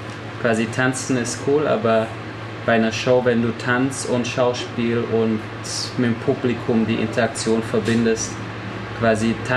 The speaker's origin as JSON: {"language": "German", "region": "Baden-Württemberg", "country": "Germany", "tie": "born or raised there", "said": "Ich komme hier aus der Gegend von Stuttgart."}